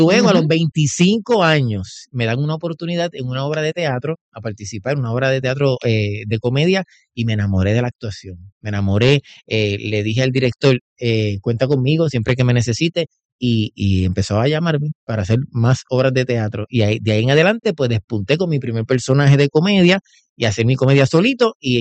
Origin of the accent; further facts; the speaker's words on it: Juncos, Puerto Rico; also born or lived in Caguas; pero nací en Caguas y luego paso a Juncos y ahí crecí, ahí me crié y actualmente vivo en Juncos.